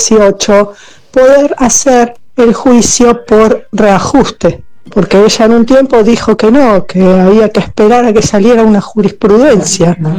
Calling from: San Antonio de Padua, Buenos Aires Province, Argentina; Yo soy … de Padua

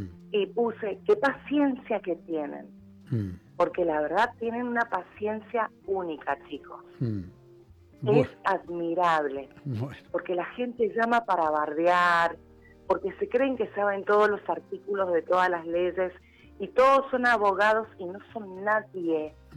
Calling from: Mendoza, Argentina; yo vivo en Mendoza

